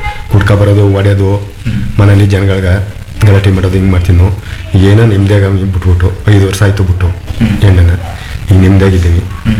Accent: Ettige, Karnataka, India; ನಾವು ಎತ್ತಿಗೆ ಗ್ರಾಮದವರು.

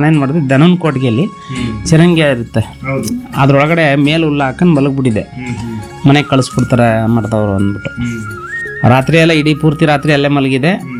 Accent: Navilur, Karnataka, India; ನಾವು ನಂಜನಗೂರು ತಾಲೂಕು ನವಿಲೂರು ಗ್ರಾಮದಲ್ಲಿ ಜನಿಸಿದ್ದು. ಪೂರ್ವಾಶ್ರಮ ನವಿಲೂರಲ್ಲಿದೆ.

